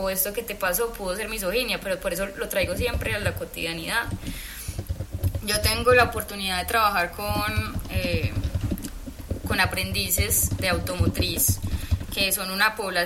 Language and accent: Spanish; Medellín, Antioquia, Colombia; yo crecí en la Universidad de Antioquia, literalmente crecí, mi mamá trabajaba allá, mi vida fue toda la UDA